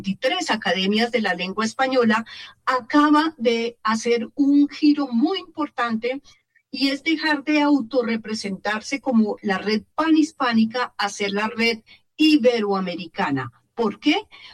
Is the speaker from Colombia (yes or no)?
yes; Colombia; como colombianos, ¿cómo nos identificamos?